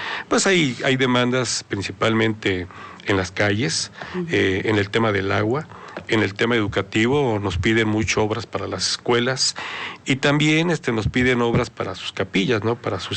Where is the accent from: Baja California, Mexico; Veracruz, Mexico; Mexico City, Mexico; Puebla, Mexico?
Puebla, Mexico; Pero es un clima muy bonito y bueno, ya no digamos a su gente. La gente es muy noble y pues es, somos poblanos.